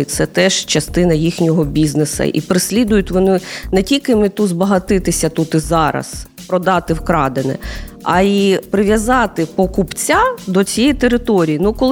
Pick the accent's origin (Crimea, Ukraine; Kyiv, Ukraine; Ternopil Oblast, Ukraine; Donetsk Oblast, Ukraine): Donetsk Oblast, Ukraine; на моїй рідній Донеччині